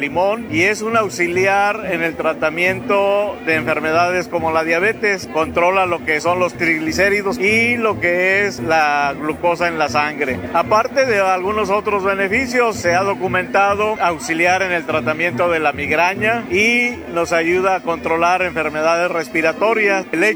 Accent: Mixquiahuala, Hidalgo, Mexico; Venimos del municipio de Mixquiahuala, Hidalgo.

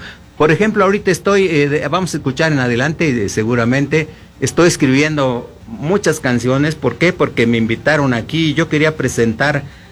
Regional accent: Huichapan, Hidalgo, Mexico; moved away; me estoy acordando de mis paisanos que seguramente me están escuchando ahí en mi pueblito Tlaxcalilla, en Huichapan y en todos los municipios del estado de Hidalgo

